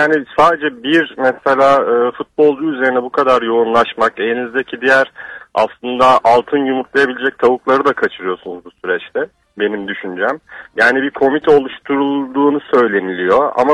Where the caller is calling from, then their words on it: İzmir, Turkey; İzmir'den arıyorum ben.